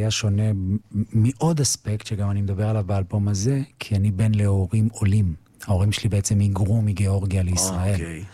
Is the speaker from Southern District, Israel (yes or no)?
no; Lod, Central District, Israel; moved away as an adult; now in Tel Aviv, Israel; אני עברתי מלוד לתל אביב, אתה יודע, אני 20 שנה כבר תל אביב, וכמו שהייתי 20 שנה לודאי